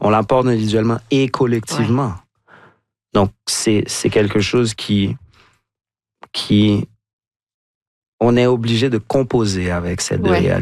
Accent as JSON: {"language": "French", "country": "Haiti", "tie": "born or raised there", "moved": "yes"}